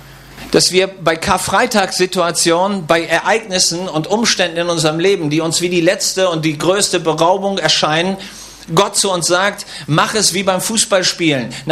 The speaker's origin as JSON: {"language": "German", "country": "Germany", "said": "Also ich komme aus Deutschland"}